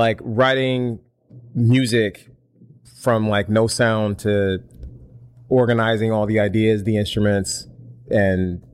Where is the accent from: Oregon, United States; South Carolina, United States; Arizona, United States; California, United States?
California, United States; Sacramento; I'm a musician. I'm a composer from Sacramento, California, born and raised.